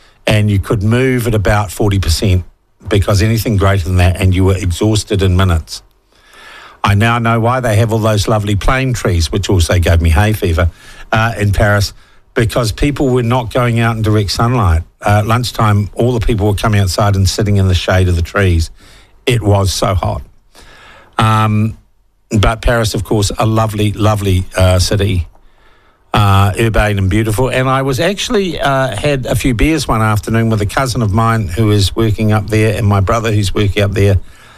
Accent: New Zealand; I'm a New Zealander.

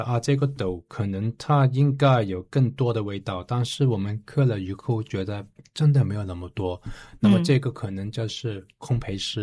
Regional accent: Hong Kong; Chinese is a second language; 我是香港人我的国语不是那么好

